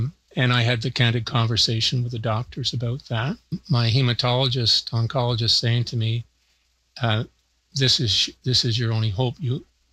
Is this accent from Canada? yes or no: yes; North Bay, Ontario, Canada; I am from North Bay, Ontario, Canada.